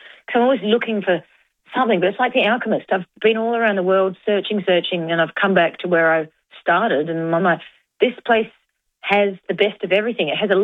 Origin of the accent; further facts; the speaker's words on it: Adelaide, South Australia, Australia; And when I tell people that I'm from Adelaide, they go, oh, wow, unreal.